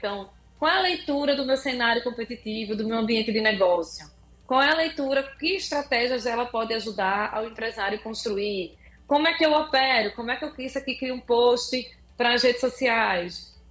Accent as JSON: {"language": "Portuguese", "town": "Recife", "region": "Pernambuco", "country": "Brazil", "said": "Porque eu vivo agora aí, sou recifense, mas estou de coração. A cada 15 dias eu estou aí"}